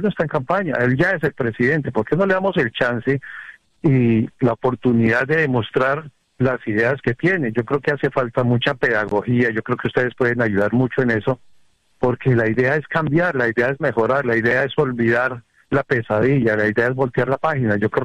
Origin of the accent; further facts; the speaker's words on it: Bogotá, Colombia; Pues no soy de Barranquilla, pero soy de Bogotá